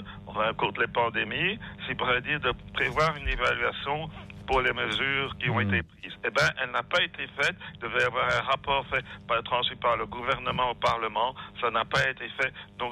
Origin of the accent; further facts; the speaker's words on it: Belgium; Enfin bon, moi, je viens de la Belgique, donc je vais donner un exemple.